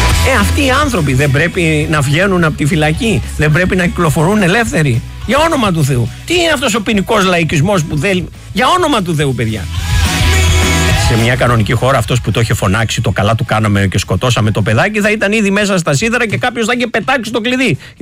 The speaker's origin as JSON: {"language": "Greek", "country": "Greece"}